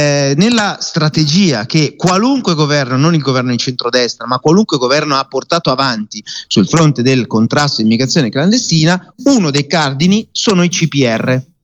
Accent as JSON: {"language": "Italian", "town": "Milan", "region": "Lombardy", "country": "Italy", "accent": "Milanese", "said": "io sono milanese, lo sentite dal mio accento"}